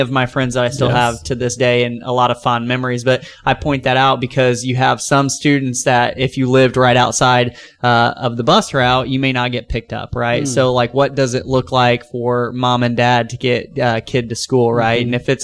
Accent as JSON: {"language": "English", "area": "Posey County", "region": "Indiana", "country": "United States", "tie": "born or raised there", "said": "born and raised in Posey County, graduated from North Posey High School in 2012."}